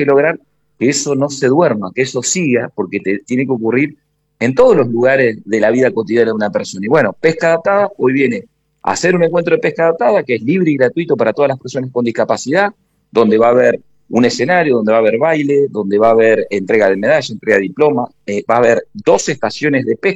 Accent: Santa Fe, Argentina; yo soy de Santa Fe Capital

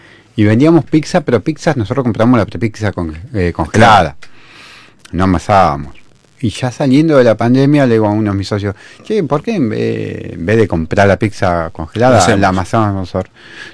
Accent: Chascomús, Buenos Aires Province, Argentina; moved away as an adult; now in Buenos Aires, Argentina; Chascomús. Soy nacido en Chascomús y viví hasta los 35 años en Chascomús.

